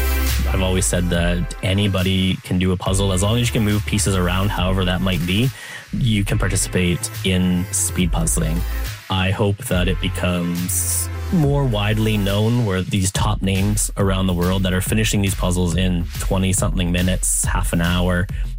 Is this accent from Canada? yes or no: yes; Canada